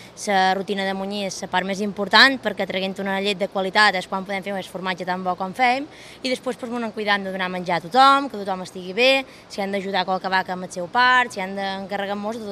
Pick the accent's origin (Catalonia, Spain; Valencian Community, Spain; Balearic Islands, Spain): Balearic Islands, Spain; Ferreries; born there